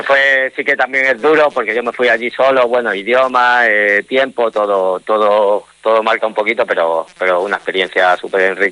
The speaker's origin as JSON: {"language": "Spanish", "town": "Jaraíz de la Vera", "region": "Extremadura", "country": "Spain", "tie": "born or raised there", "also_born_or_lived": "Navalmoral de la Mata", "said": "Jarais, bueno, es el equipo de mi pueblo, pero bueno, yo los 8 años que estuve en Navalmoral defendiendo al Moralo fueron increíbles"}